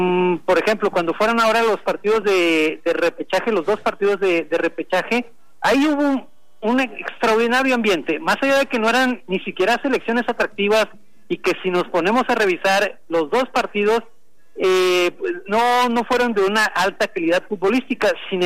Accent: Acapulco, Guerrero, Mexico; now in Guadalajara, Mexico; yo soy de Acapulco

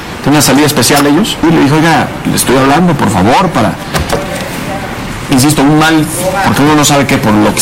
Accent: Mexico; soy de México

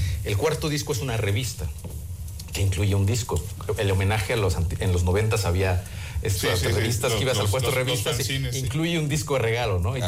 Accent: Oaxaca, Mexico; Mira, lo primero en la base es que nosotros somos de Oaxaca y crecimos con una cultura muy arraigada al Día de Muertos.

